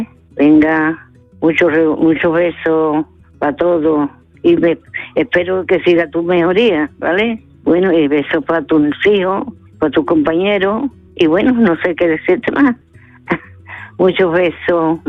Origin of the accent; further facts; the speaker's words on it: Seville, Andalusia, Spain; del Tiro de Línea